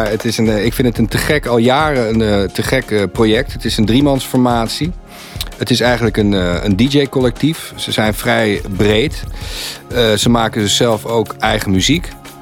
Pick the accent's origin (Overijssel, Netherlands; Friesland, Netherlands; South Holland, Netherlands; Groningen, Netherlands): South Holland, Netherlands; The Hague; Dat is heel bijzonder, want ik kom uit Den Haag.